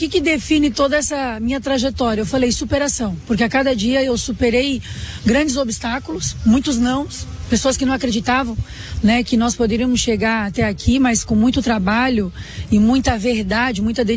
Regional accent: Balneário Camboriú, Santa Catarina, Brazil; born there; uma cidade, que é a minha terra natal, uma cidade que é referência em pontos positivos aí, mundo afora

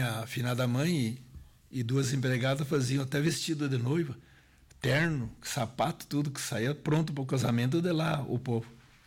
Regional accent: Brazil; Na Raia da Pedra. Em 1953, nasci na Raia da Pedra.

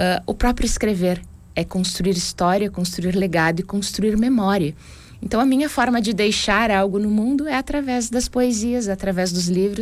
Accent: Porto Vera Cruz, Rio Grande do Sul, Brazil; born there; also born or lived in Nova Araçá / Serra Gaúcha; now in Garibaldi, Brazil; A minha cidade natal é Porto Vera Cruz, lá na fronteira do estado, mas morei quase 20 anos na região da Serra já. Nova Araçá foi minha cidade recentemente e eu cheguei em Garibaldi há quase há 3 meses.

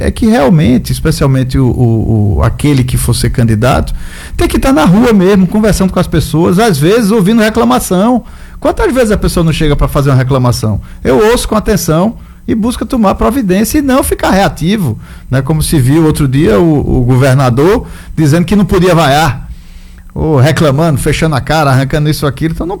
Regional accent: Recife, Pernambuco, Brazil; born there; now in Bahia, Brazil; eu nasci em Recife, vim para cá há mais de 20 anos, casei com Roberta, que é baiana.

